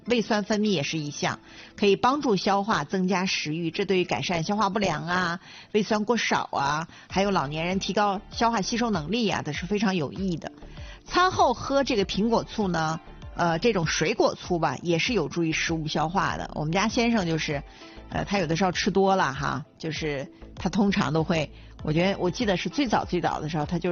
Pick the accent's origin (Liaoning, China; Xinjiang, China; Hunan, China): Liaoning, China